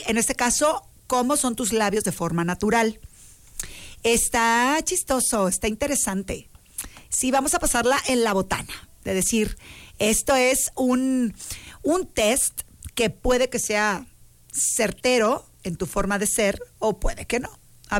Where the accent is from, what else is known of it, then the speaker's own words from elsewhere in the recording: Mexico; Hay otras cosas que como mexicanos nos identifican en el resto del mundo